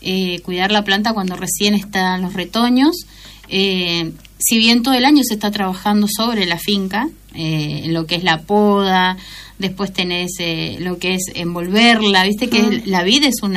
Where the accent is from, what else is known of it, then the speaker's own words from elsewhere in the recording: San Rafael, Mendoza, Argentina; moved away; Nosotros con mi hermano nacimos ahí, nos criamos, y bueno, mis abuelos siempre tuvieron finca, desde que vinieron de España ellos compraron finca